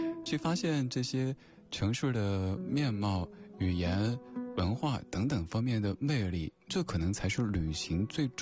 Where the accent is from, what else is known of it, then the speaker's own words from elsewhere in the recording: Chengdu, Sichuan, China; 作为一个成都人，这点我自己也不得不说，如果说城市的气质的话，成都是柔的，而重庆是刚的。各位听成都话、重庆话可能差不多，但其实我们自己听起来差别很大。